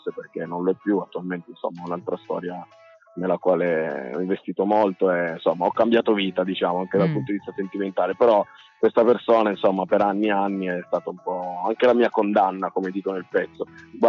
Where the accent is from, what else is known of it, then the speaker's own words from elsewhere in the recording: Turin, Piedmont, Italy; io sono mezzo barese, ma sono cresciuto qua